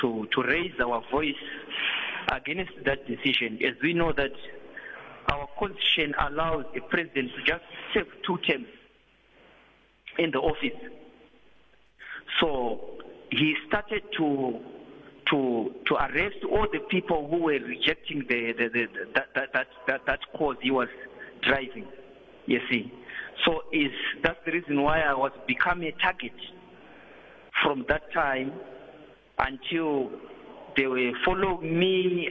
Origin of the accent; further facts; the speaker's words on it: Zimbabwe; moved away as an adult; now in South Africa; I am a politician from Zimbabwe. I've been in politics a long time ago, but I came here in South Africa 2017 after military coup, and I was staying here with my family.